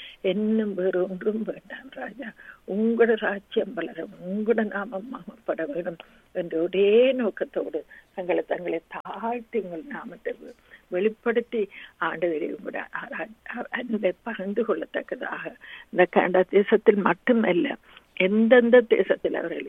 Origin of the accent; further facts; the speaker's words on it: Sri Lanka; moved away; நாங்கள் பிறந்து வளர்ந்த தேசத்துக்காக, அந்த சிறிய இலங்கை தீவுக்காக